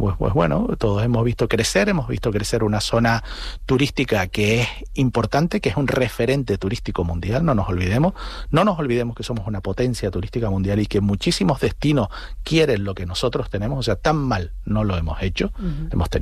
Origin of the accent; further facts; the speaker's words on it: Santa Cruz de Tenerife, Canary Islands, Spain; moved away as an adult; now in South of Tenerife, Spain; Yo soy de Santa Cruz, realmente, ¿no? Y lo que pasa es que yo me fui al sur porque me gustaba muchísimo el sur y me gustaba la vida del sur y porque además conocí allá a mi mujer en el año 93 y ya me quedé en el sur, ¿no? Ya llevo más años